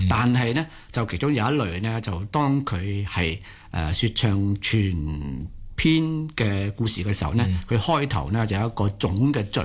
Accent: Guangdong, China; 你问我哋广东人咧都系会累咗落去嘅

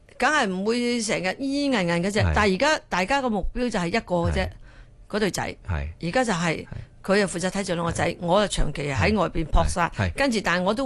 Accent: Malaysia; also born or lived in Singapore; 我喺馬拉長大噶嘛，跟住喺新加坡嗰啲，

